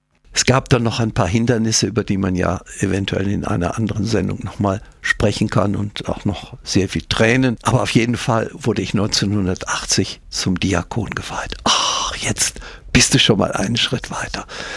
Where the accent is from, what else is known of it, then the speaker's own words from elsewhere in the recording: Rheine, North Rhine-Westphalia, Germany; was ist der Ort, der am weitesten von meinem Heimatort Rheine im Münsterland entfernt ist, wo man noch Deutsch spricht.